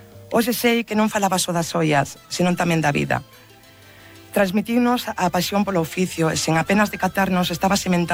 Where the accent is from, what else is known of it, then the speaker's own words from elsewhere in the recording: Santiago de Compostela, Galicia, Spain; pois son compostelá. É porque pertenzo a un gremio que leva séculos formando parte da identidade de Santiago e do patrimonio cultural de Galicia, a Uribería. A miña historia comenzou nun pequeno obradoiro de Vistalegre, o barrio onde medrei.